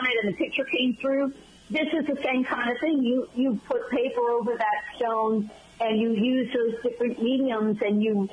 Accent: Massachusetts, United States; So I will say I basically grew up in the cemetery. I grew up in Central Massachusetts. Mm-hmm. I am of a certain age

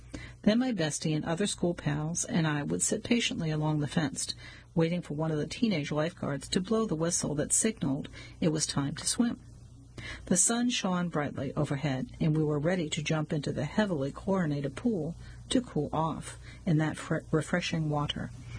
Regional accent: Howard, Kansas, United States; I often miss the carefree days of summer that I enjoyed as a child in the late 70s, growing up in Howard, Kansas.

